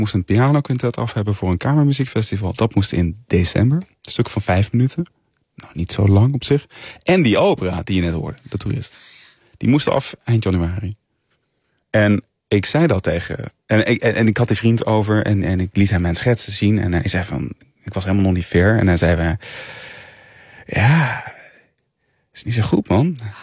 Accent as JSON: {"language": "Dutch", "town": "Culemborg", "region": "Gelderland", "country": "Netherlands", "tie": "born or raised there", "said": "Culemborg, ja, kom ik uit. Ja. En ben ik opgegroeid."}